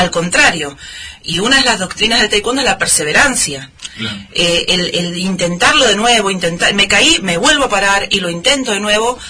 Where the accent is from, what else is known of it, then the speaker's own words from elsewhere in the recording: Buenos Aires, Argentina; moved away as an adult; now in San Rafael, Argentina; Soy de Buenos Aires, entrené toda mi vida en Capital Federal.